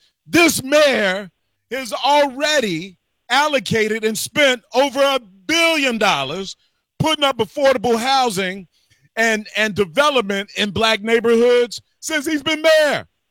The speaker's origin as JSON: {"language": "English", "town": "Chicago", "region": "Illinois", "country": "United States", "said": "our fate as black Chicagoan"}